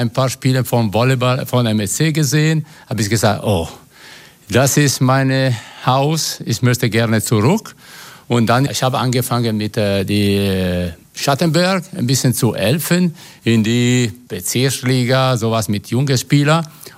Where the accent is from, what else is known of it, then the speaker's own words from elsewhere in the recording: Italy; now in Germany; Ich komme aus Italien. Ich habe ja in die dritte Liga selber gespielt in Italien